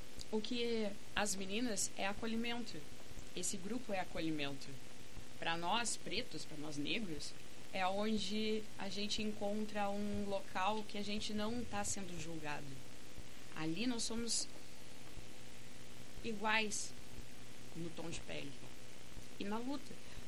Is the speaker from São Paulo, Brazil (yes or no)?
no; Pelotas, Rio Grande do Sul, Brazil; eu sou mulher preta, nascida e criada em Pelotas